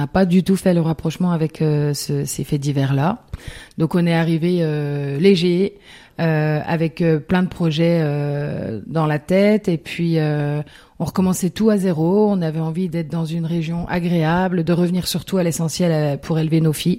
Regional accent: Grand Est, France; moved away as an adult; now in Le Vernet, France; Alors, moi, je viens tout droit du département des Vosges, où j'ai grandi dans une fratrie de 5 enfants, où j'ai eu une enfance tout à fait ordinaire.

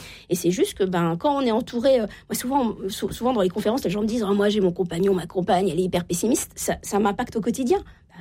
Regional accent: Normandy, France; Je viens de la Normandie, Uber Eats n'est pas arrivé partout en France.

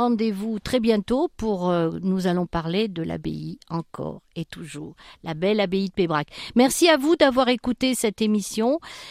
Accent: Le Puy-en-Velay, Auvergne-Rhône-Alpes, France; Donc, nous, on vient du Puy.

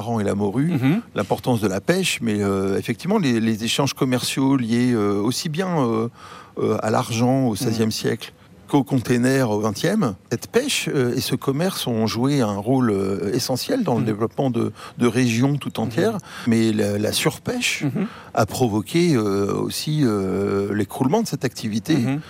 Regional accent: Martinique; moi j'ai grandi à la Martinique et j'y retourne régulièrement, et je vois à la Martinique en ce moment il y a un problème majeur.

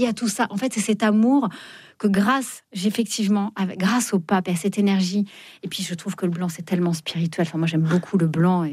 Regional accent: Fontainebleau, Île-de-France, France; Moi, je viens de Fontainebleau. Et c'est ce que je dis. Moi, j'ai commencé à faire mes premiers pas, à ramasser les feuilles pour faire des herbiers quand j'étais toute petite dans la forêt de Fontainebleau

